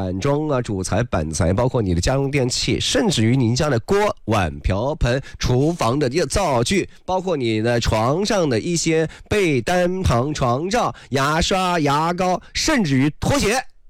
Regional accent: China; 这是我们中国人应该是记到骨子里的一个事情。

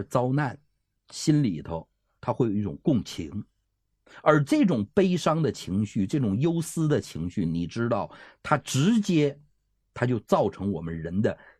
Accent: China; 咱们中国人

